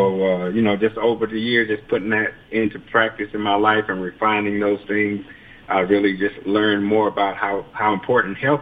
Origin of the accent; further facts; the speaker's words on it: Kensett, Arkansas, United States; I'm from Kensett, Arkansas, originally. So some people may not know where Kensett is. Born and raised there.